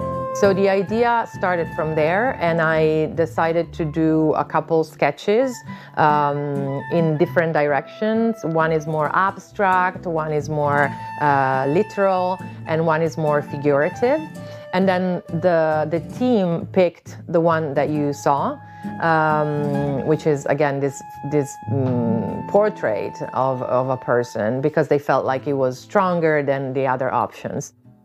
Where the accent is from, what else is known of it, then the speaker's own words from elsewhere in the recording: Milan, Lombardy, Italy; I am an artist from Milano, Italy.